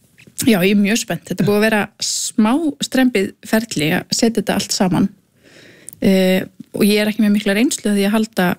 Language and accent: Icelandic; Ísafjörður, Westfjords, Iceland; við erum nokkur frá Ísafirði sem að förum í ungmennaráð Norbusang fyrir hönd Íslands